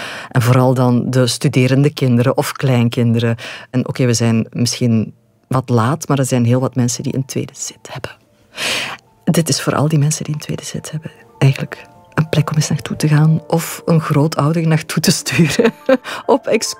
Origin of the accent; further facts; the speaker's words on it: Diest, Flemish Brabant, Belgium; born there; moved away; Bon, ik ben al heel lang weg uit Diest. Ik ben in Diest geboren.